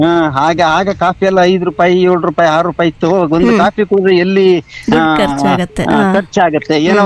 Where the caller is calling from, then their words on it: Mandya, Karnataka, India; ಮಂಡ್ಯದಿಂದ